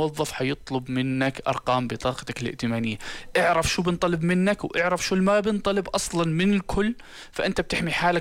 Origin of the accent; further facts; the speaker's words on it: Jordan; إحنا كمجتمع أردني